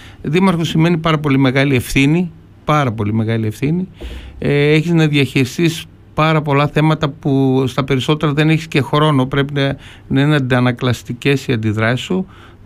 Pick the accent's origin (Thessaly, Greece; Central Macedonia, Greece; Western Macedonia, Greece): Central Macedonia, Greece; Panorama; γιατί εγώ έχω καταγωγή από το Πανόραμα